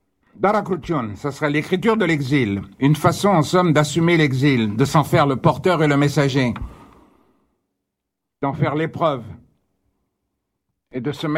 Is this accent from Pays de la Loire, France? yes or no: no; Paris, Île-de-France, France; Au fond, moi je suis né à Paris, hein. J'ai grandi à Paris.